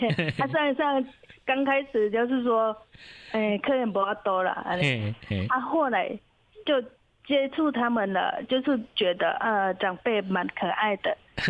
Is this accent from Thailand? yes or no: yes; Chiang Mai, Thailand; 啊，比如说我们泰国清迈都会又吃那个糯米嘛，